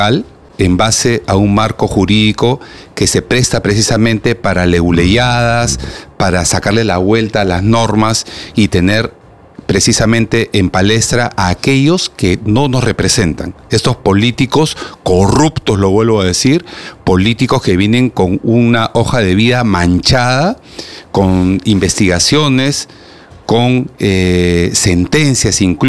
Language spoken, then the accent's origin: Spanish; Peru; nosotros como peruanos